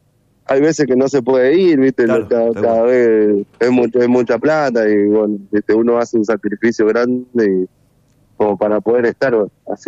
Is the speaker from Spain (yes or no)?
no; Laguna Paiva, Santa Fe, Argentina; now in Santa Fe, Argentina; Yo soy de acá, yo soy oriundo de Laguna Paiva, pero en este momento estoy viviendo en Santa Fe.